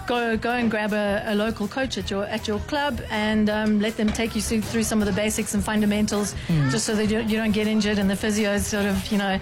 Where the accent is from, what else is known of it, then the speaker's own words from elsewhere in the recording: Cape Town, Western Cape, South Africa; Okay, so obviously I'm from Cape Town. Not too many Cape Townians made the event